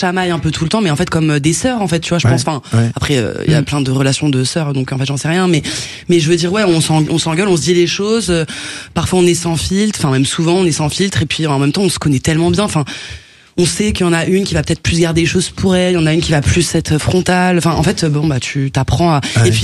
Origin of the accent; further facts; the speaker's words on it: Saint-Denis, Île-de-France, France; On a grandi à Saint-Denis dans le 93.